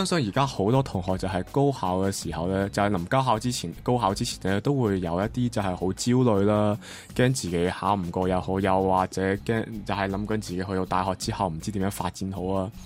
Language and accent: Chinese; Macau; 我是来自中国澳门的